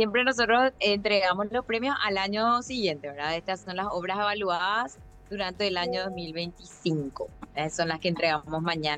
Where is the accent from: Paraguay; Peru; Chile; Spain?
Paraguay; cuento que soy de Paraguay